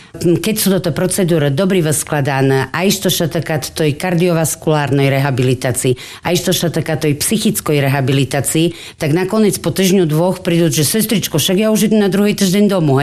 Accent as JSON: {"language": "Slovak", "town": "Jakubany", "region": "Prešov Region", "country": "Slovakia", "said": "a pochádzam z Jakubian."}